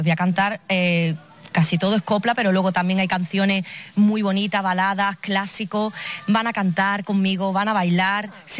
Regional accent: Ceuta, Spain; a mí me duele cada cosita que le hacen a mi tierra porque la amo

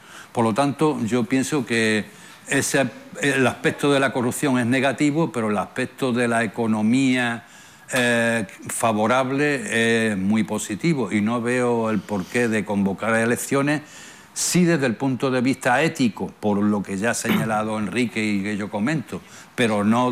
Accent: Spain; representan a cómo somos los españoles

